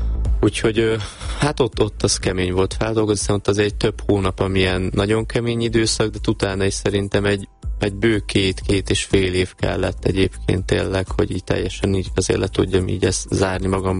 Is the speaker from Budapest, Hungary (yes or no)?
no; Nagyváty, Baranya, Hungary; ugye a apukám maradt otthon a bátyámmal, ugye Pécs mellett, Nagyváton, uh-huh. Ugye szülőfalumba